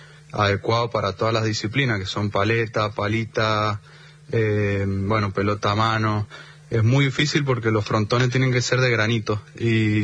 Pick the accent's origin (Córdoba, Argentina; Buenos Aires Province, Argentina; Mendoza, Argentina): Mendoza, Argentina; Guaymallén